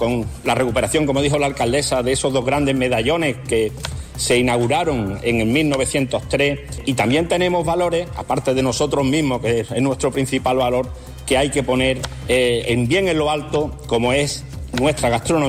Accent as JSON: {"language": "Spanish", "town": "Jerez de la Frontera", "region": "Andalusia", "country": "Spain"}